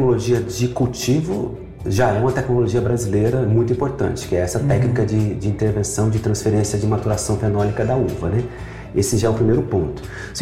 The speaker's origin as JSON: {"language": "Portuguese", "town": "Catalão", "region": "Goiás", "country": "Brazil", "tie": "born there", "moved": "as an adult", "lives_now": "Brasília, Brazil", "said": "Eu nasci em Catalão, Goiás."}